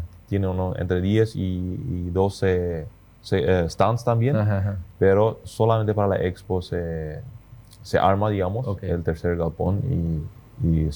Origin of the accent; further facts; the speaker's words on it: Paraguay; Yo creo que nosotros como paraguayos tenemos un valor fundamental, que es justamente la familia.